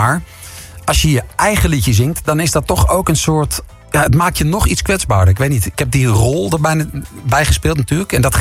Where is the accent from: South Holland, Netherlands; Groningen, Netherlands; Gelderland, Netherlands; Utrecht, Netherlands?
Utrecht, Netherlands; accent: Amsterdam; En ik kom oorspronkelijk uit Utrecht. En ik heb heel veel Utrechtse vrienden die willen geen moer meer met me te maken hebben. Gewoon Amsterdams klink.